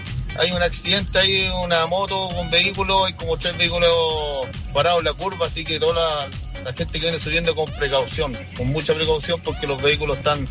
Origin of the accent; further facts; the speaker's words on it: Quilpué, Valparaíso, Chile; soy de acá de Quilpué.